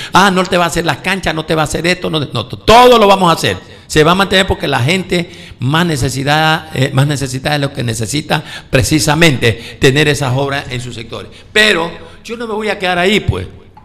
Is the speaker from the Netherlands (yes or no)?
no; Manta, Manabí, Ecuador; Yo nací en Manta, en el barrio Cristo Rey, pues. En la parroquia Tarque, ahí me crié.